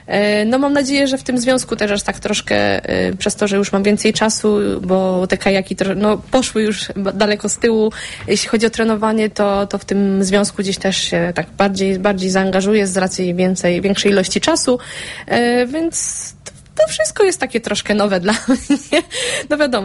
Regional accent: Kalisz, Greater Poland Voivodeship, Poland; u nas w Kaliszu

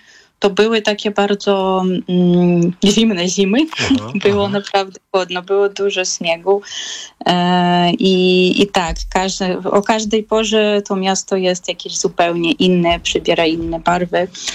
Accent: Kyiv, Ukraine; tak, jesteśmy z Kijowa, a jednak te korzenie trochę tam są takie ciekawsze.

